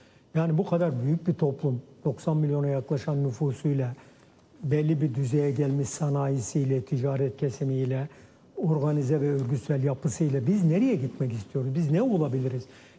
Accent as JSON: {"language": "Turkish", "town": "Develi", "region": "Kayseri", "country": "Turkey", "tie": "born there", "moved": "yes", "lives_now": "Istanbul, Turkey", "said": "ben develden çıkıp İstanbul'a gelmeyi hiç istemezdim. Yani orada doğdum, orada büyümek, orada ölmek isterdim."}